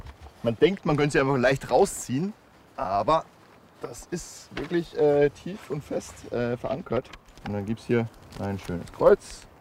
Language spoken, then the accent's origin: German; Austria; moved away; diese FKK-Kultur, die ja für mich komplett fremd war als Österreicher